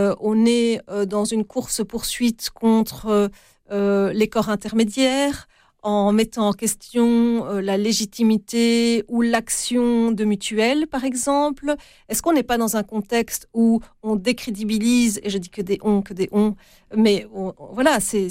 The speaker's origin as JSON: {"language": "French", "country": "Belgium", "said": "chez nous en Belgique"}